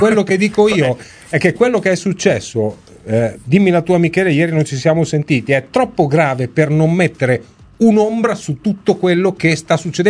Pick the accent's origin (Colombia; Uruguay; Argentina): Argentina; Sono argentino